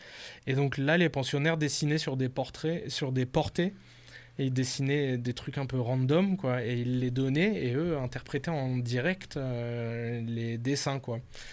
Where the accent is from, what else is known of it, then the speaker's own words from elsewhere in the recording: Villeneuve-sur-Lot, Nouvelle-Aquitaine, France; moved away; also born or lived in Toulouse / Paris / Rome; Moi, je viens du Lot-et-Garonne, à Villeneuve-sur-Lot. Et en fait, après, bon, j'ai fait les Beaux-Arts à Toulouse, blablabla, jusqu'à Paris.